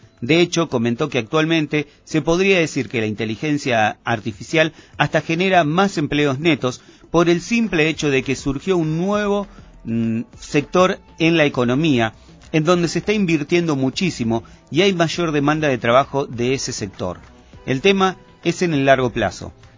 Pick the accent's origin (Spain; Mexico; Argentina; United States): Argentina